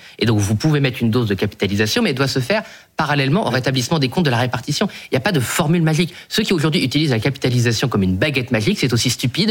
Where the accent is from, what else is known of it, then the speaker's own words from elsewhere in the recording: Boulogne-sur-Mer, Hauts-de-France, France; born there; Moi, je suis né à Boulogne-sur-Mer